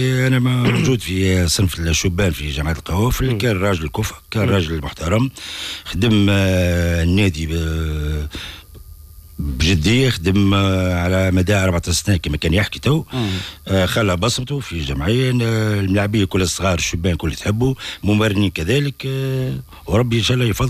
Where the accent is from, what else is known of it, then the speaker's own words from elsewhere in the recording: Gafsa, Gafsa Governorate, Tunisia; كنا نسكن في حمت حي النور حمت خضار